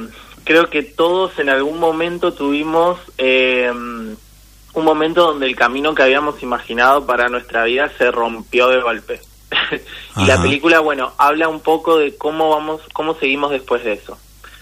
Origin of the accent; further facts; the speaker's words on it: Santa Fe, Argentina; moved away; yo soy de Ciudad de Santa Fe, y acá estoy en Ciudad de Santa Fe